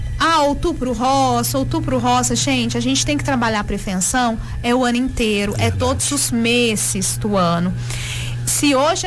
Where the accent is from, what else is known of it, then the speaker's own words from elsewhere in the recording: Minas Gerais, Brazil; Somos mineiros, né, gente?